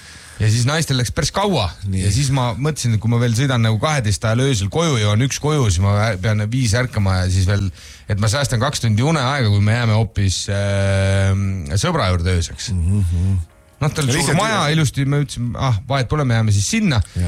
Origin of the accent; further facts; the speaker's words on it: Haapsalu, Lääne County, Estonia; born there; also born or lived in Taebla; Ma olen sündinud Haapsalus